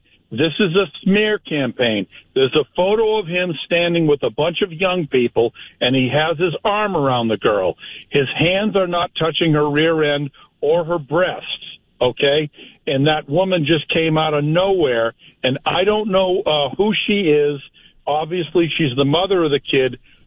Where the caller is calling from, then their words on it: Brockton, Massachusetts, United States; I live in Brockton. I've lived there for 15 years where I bought a house.